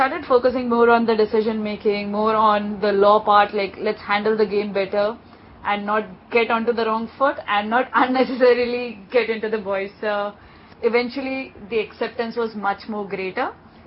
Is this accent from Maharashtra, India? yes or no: yes; Mumbai, Maharashtra, India; In India, we first have to clear the exams for the state we belong to. So I came from Mumbai.